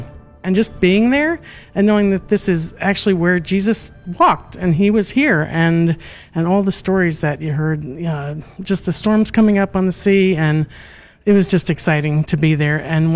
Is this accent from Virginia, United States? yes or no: no; Carmel, Indiana, United States; I'm from Carmel, Indiana.